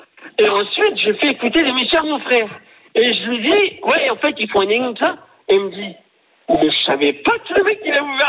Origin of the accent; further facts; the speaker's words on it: Hauts-de-France, France; je suis du Nord, mais rien de tout ça.